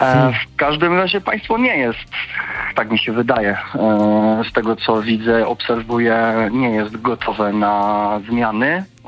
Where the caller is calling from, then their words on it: Tychy, Silesian Voivodeship, Poland; Ja mieszkam w Tychach.